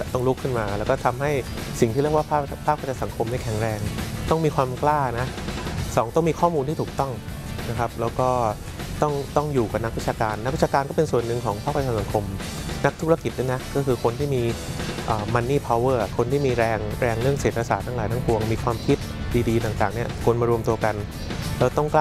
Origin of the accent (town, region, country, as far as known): Bangkok, Thailand